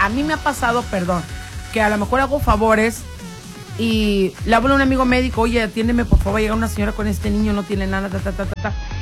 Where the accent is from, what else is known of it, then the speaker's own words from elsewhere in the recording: Sinaloa, Mexico; siendo sinaloenses